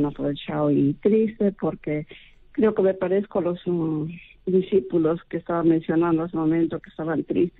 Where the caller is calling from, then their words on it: Trujillo, La Libertad, Peru; de Trujillo, padre.